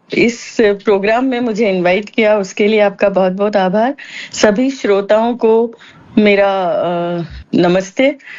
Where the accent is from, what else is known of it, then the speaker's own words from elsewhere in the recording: Rajasthan, India; मेरा बचपन राजस्थान में ही छोटे रेलवे स्टेशन पे बीता 7th स्टैंडर्ड तक।